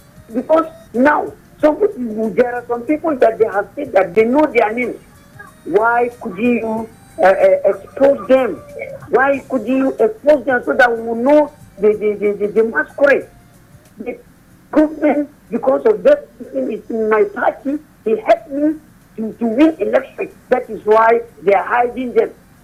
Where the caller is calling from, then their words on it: Kufang, Plateau, Nigeria; calling from Kufang.